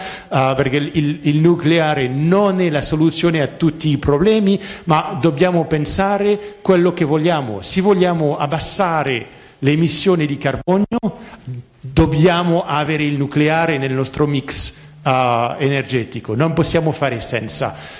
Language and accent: Italian; France; Italian is a second language; io lo dico come francese